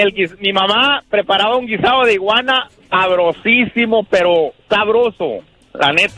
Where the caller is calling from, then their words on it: Guatemala; Yo soy de Guatemala.